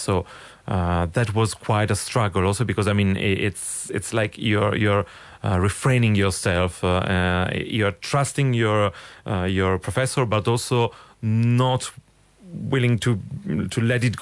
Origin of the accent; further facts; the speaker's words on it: Milan, Lombardy, Italy; I mean, as I grew up in Milano, so when I went to opera was La Scala